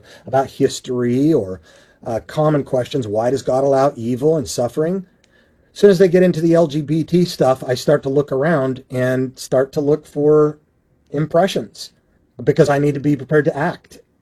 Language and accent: English; Utah, United States; I was bathed in this stuff as a seventh generation Mormon growing up in Utah